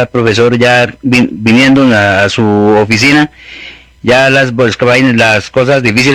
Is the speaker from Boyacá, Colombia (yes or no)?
yes; Campohermoso, Boyacá, Colombia; Vengo de la vereda Palmichal, aquí de Los Cedros, municipio Campo Hermoso.